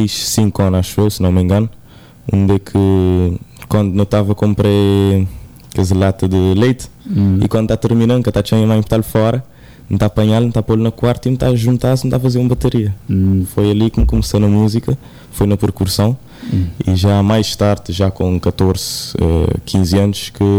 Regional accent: Sal, Cape Verde; also born or lived in São Vicente (birthplace, uncertain ASR); Sal. Nunca nasci ali, nasci na São Sendo, mas criei toda a minha vida ali na sala. Então, te considero a mim mesmo um salgadinho.

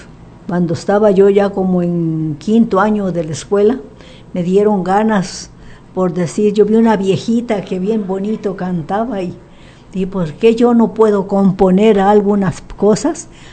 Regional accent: San Blas, Nayarit, Mexico; Yo soy de parte de San Blas, desde allá del lado de Jolotemba, de Nayarit.

